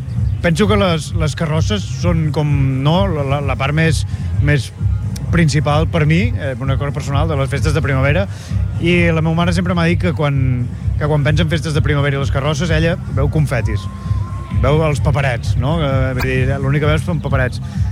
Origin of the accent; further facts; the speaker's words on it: San Sebastián, Basque Country, Spain; Hòstia, pues ja, rivalitat, perquè jo soc més de Donosti, veus?